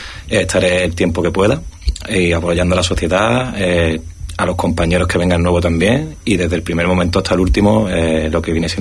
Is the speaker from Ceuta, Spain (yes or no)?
yes; Ceuta, Spain; los que somos guía de Ceuta, pues siempre intentamos defender nuestra ciudad.